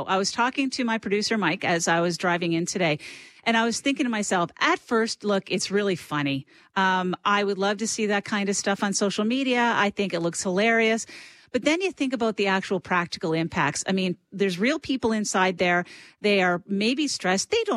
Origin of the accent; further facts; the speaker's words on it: Cape Breton, Nova Scotia, Canada; I came from Cape Breton, as I said. I'd never met a Scientologist before.